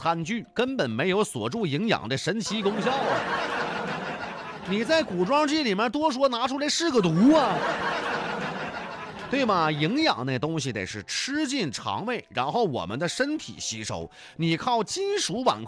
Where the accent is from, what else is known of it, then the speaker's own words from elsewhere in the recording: Northeast China, China; accent: Northeastern Mandarin; 我们东北话里面这个就是不分嘛